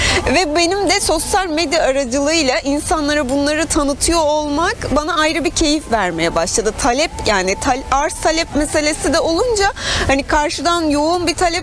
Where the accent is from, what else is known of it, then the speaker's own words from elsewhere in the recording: Aydın, Turkey; bir Aydınlı olarak Aydın'ın kanalında bu şekilde yer almaktan çok keyif alıyorum.